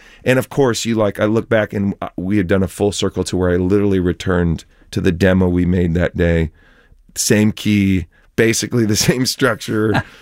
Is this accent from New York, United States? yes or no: no; Eugene, Oregon, United States; now in Nashville, United States; So I'm from Eugene, Oregon originally. Sixth generation Oregonian.